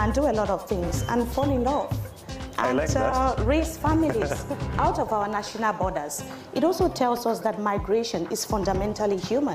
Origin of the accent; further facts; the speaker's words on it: Ghana; even some of us Ghanaians. See, I'm already a Ghanaian.